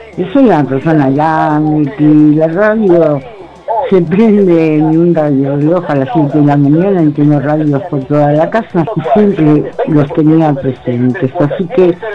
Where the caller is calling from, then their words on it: Colegiales, Buenos Aires, Argentina; de Colegiales.